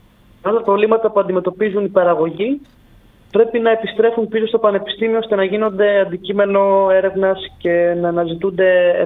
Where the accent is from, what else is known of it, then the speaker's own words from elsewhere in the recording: Volos, Thessaly, Greece; Άλλο σημαντικό θέμα που μας είπαν όταν είπαμε ότι είμαστε από τη Θεσσαλία και από το Βόλο.